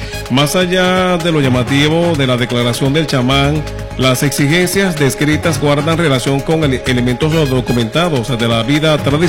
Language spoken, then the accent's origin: Spanish; Venezuela; Nosotros, los venezolanos